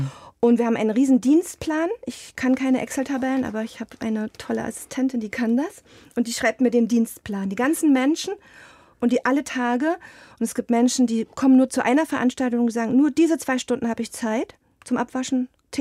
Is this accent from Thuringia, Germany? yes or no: yes; Eisenach, Thuringia, Germany; Also Thüringen ist meine Heimat und auch meine Stadt Eisenach, das ist meine Stadt, denke ich so.